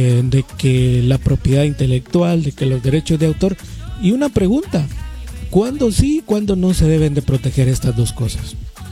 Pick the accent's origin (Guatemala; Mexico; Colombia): Guatemala; Digo nosotros hablando en general, como sociedad guatemalteca.